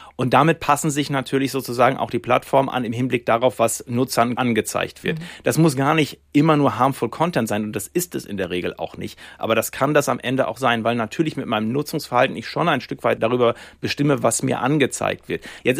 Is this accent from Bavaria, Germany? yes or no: no; Lower Saxony, Germany; Ich bin aufgewachsen in Ostfriesland. Das ist sehr rural, sehr ländlich